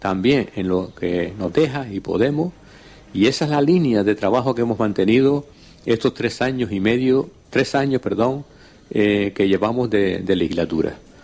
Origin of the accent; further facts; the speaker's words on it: Agüimes, Canary Islands, Spain; Estoy en Carrizá, pero soy del municipio de Agüime